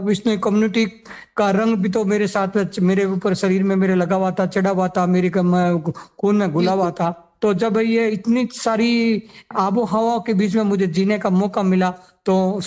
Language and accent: Hindi; Rajasthan, India; मैं ओशिया तहसील के गांव एकलगोरी का रहने वाला हूं